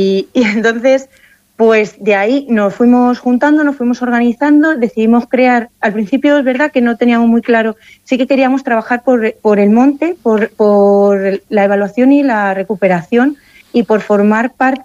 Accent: Castile and León, Spain; yo soy de Castilla y León y tú eres de Castilla-La Mancha.

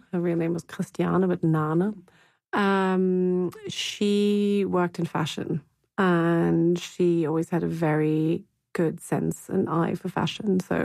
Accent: Hamburg, Germany; English is a second language; the flat that I grew up in Hamburg had, you know, it evolved, obviously.

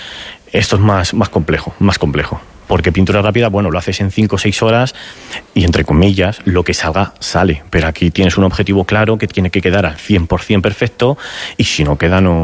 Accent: Ávila, Castile and León, Spain; soy de Ávila

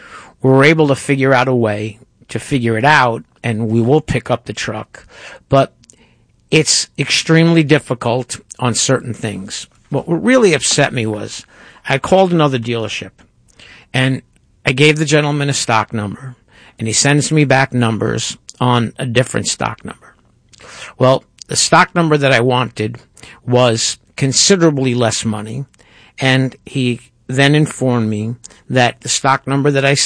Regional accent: New York, United States

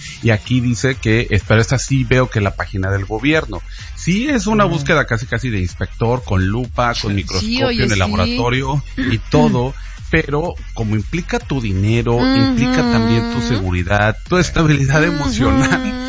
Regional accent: Mexico

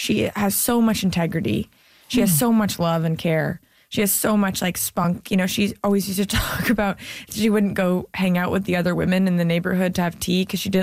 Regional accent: Canada; I'm so grateful that I grew up comedically in Canada

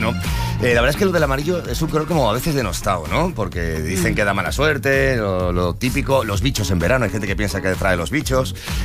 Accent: Galicia, Spain; un gallego que está aquí

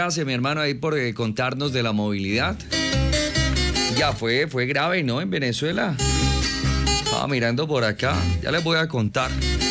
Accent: Colombia; born there; Sí, yo nací en Colombia, pero tengo ascendencia portuguesa.

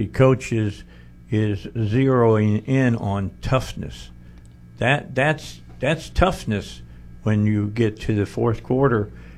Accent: Indiana, United States; I grew up in Northwest Indiana during the Parseghian time and all of those great football coaches.

